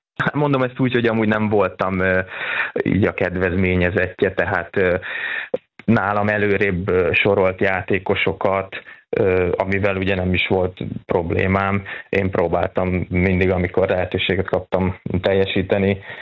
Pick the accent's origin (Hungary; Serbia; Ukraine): Hungary; Somogy; én is innen Somogyországból kikerülve magyarként megálltam a helyemet ott Romániában